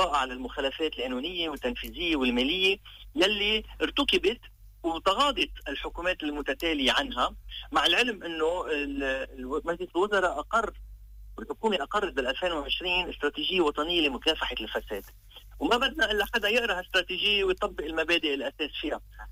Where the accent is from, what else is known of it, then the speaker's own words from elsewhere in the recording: Lebanon; نحن بلبنان لبنانيه